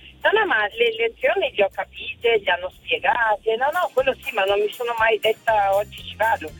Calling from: Madonna di Campiglio, Trentino-Alto Adige, Italy

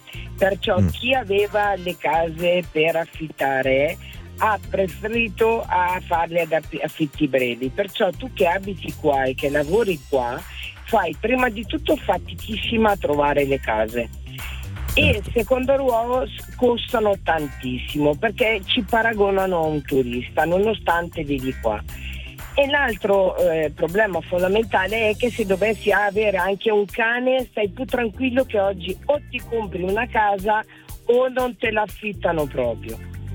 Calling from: Trentino-Alto Adige, Italy; Io chiamo da Val di Non, vicino Madonna di Campiglio.

